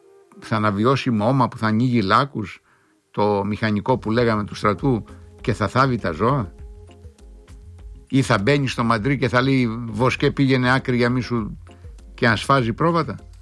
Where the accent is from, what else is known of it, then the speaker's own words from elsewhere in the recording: Crete, Greece; κοντοχωριανή μας ένα Ανδρουλάκη, 4-5 χιλιόμετρα το χωριό του από το χωριό μου